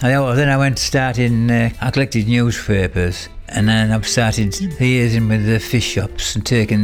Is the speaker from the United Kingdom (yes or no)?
yes; Norton, England, United Kingdom; moved away; I'm originally from Norton.